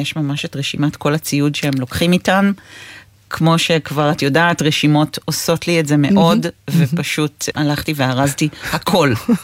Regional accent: Jerusalem, Jerusalem District, Israel; אני מגיעה מרקע שהוא אמוני ודתי, וטקסי, אני גדלתי בירושלים, גדלתי בעיר העתיקה

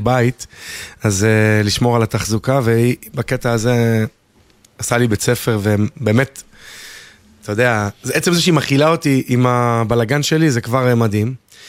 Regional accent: Dimona, Southern District, Israel; ככה כמו שאני גדלתי, גדלתי בדימונה להורים שהם אנשי חינוך, אבא שלי הוא רב גדול בדימונה.

